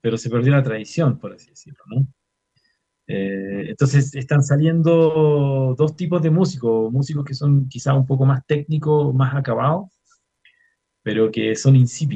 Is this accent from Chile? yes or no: yes; Chuquicamata, Antofagasta, Chile; moved away; volver a mi tierra, yo nací en Chuquicamata